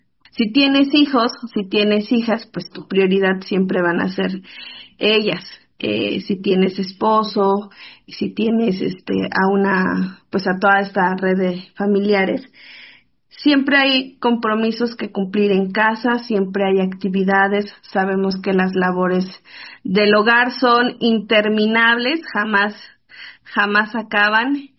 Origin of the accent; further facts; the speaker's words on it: San Miguel Sinacapan, Mexico; Soy originaria de San Miguel Sinacapan.